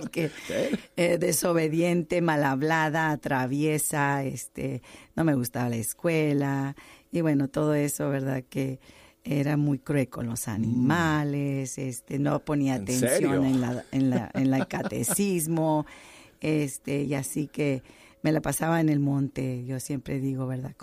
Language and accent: Spanish; Los Ángeles, Nuevo León, Mexico; born there; Todo mundo canta en mi pueblo, se llama Los Ángeles, Nuevo León, México